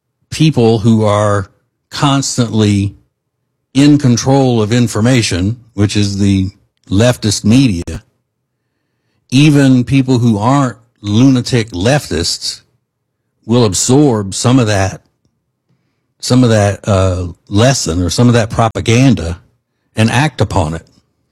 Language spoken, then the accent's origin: English; Louisiana, United States; I grew up in Louisiana in a small town, and there was no diversity in my town. The town was and still is 50% white, 50% black.